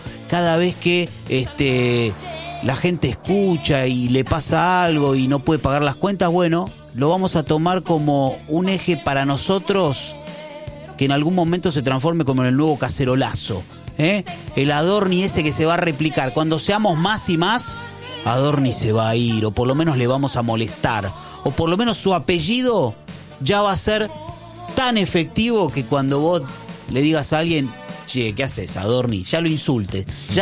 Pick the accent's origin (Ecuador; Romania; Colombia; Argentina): Argentina; nosotros como argentinos